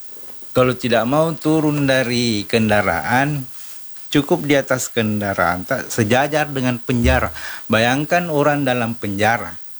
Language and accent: Indonesian; South Sulawesi, Indonesia; atau kita sebagai Bugis Makassar sebelum dan sesudah Ramadan itu pergi siarah kubur.